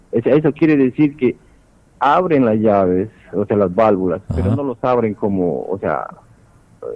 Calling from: Morales, San Martín, Peru; Nosotros estamos llamando, yo llamo de Morales.

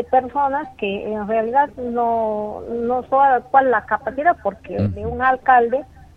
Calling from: La Banda de Shilcayo, San Martín, Peru; Nosotros también, como bandinos, yo pues vivo en La Habana, en Chircay

